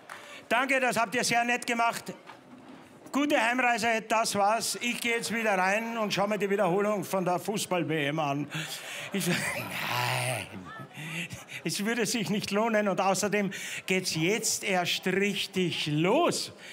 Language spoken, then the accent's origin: German; Styria, Austria; Aber genauso leidenschaftliche Musiker begrüßen wir jetzt aus meinem Heimatland, aus der schönen, grünen Steiermark.